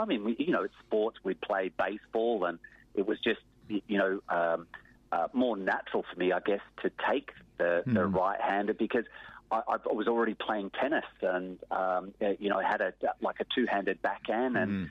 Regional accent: Adelaide, South Australia, Australia; And for me, growing up in Adelaide, I did okay through my junior events.

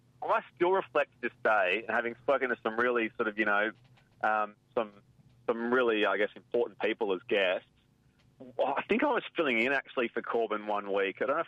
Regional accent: Perth, Western Australia, Australia; moved away; growing up in Bibra Lake, and I had no rugby league interest around that time

